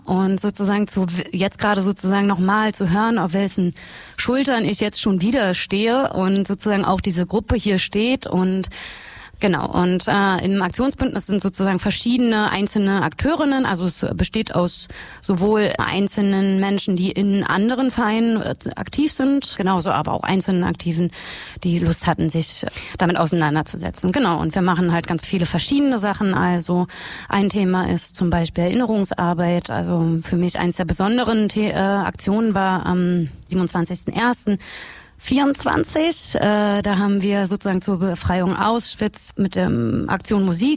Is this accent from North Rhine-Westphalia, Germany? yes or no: no; Brandenburg, Germany; moved away as an adult; now in Salzwedel, Germany; ich bin seit 4-5 Jahren in der Gegend, bin eigentlich Brandenburgerin und bin aber auch in so einer kleinen Stadt wie diese hier aufgewachsen.